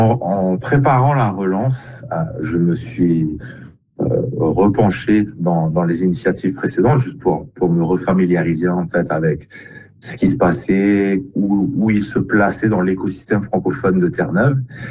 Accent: St. Pierre & Miquelon; now in St. John's, Canada; des Français de Saint-Pierre-et-Miquelon, d'où je viens

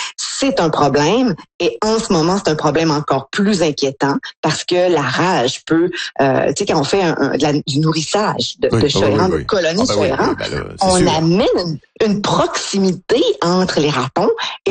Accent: Lac-Saint-Jean, Quebec, Canada; moi, dans ma jeunesse, au Lac-Saint-Jean

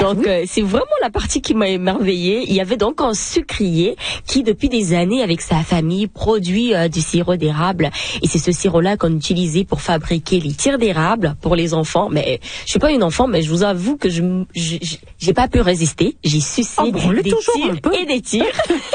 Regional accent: Cameroon; moved away; moi je viens du Cameroun, donc il n'y a pas ça au Cameroun.

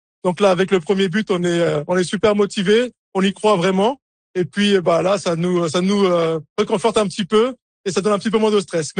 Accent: Côte d’Ivoire; now in Toronto, Canada; je suis ivoirien aussi.

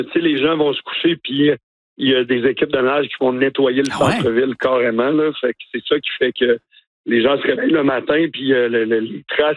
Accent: Baie-Saint-Paul, Quebec, Canada; born or raised there

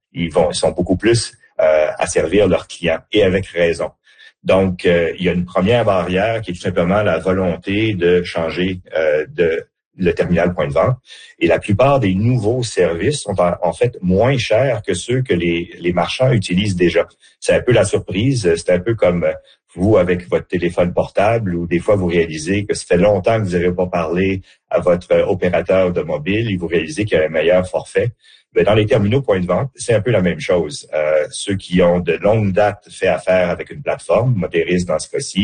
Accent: Canada; Donc, la notion, c'est est-ce que moi, en tant que Canadien, je peux aller vers un autre acteur sans être pénalisé?

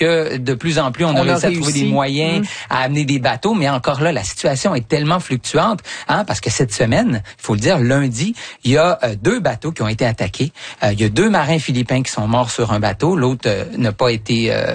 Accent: Canada

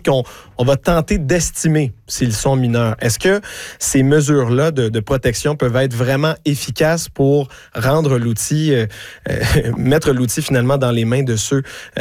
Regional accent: Canada; chez nous au Canada

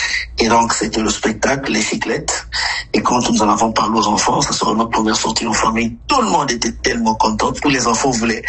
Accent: Republic of the Congo; moved away as an adult; also born or lived in Morocco; now in Canada; nous venons déjà du Maroc, nous ne sommes pas marocains, nous sommes du Congo-Brazzaville. Donc déjà, nous avons l'expérience de vivre à l'étranger.

